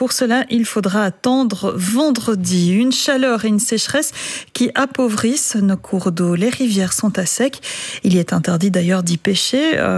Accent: Belgium; donc c'est à partir de ce week-end chez nous en Belgique, du côté de Wavre

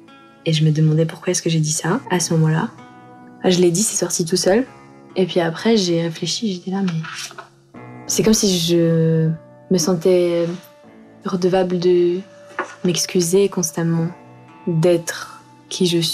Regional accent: Russia; quand je dis que je suis russe, eh ben, je me sens toujours obligée de dire « mais je suis ».

